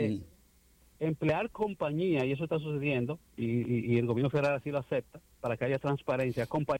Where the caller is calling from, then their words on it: Dominican Republic; nosotros también como dominicanos